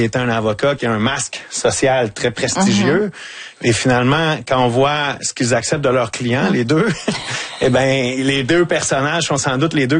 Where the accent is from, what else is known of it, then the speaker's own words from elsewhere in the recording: Lavaltrie, Quebec, Canada; now in Montreal, Canada; je viens de la Valtrie, dans la région, okay, de la Naudière. Mm-hmm. Puis quand je suis arrivé à Montréal, c'était ma porte d'entrée vers Montréal.